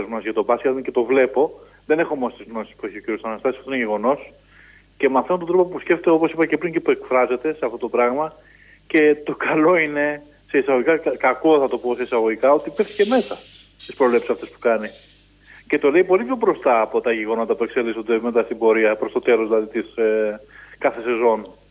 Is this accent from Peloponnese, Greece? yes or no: no; Piraeus, Attica, Greece; από την Πειραιά.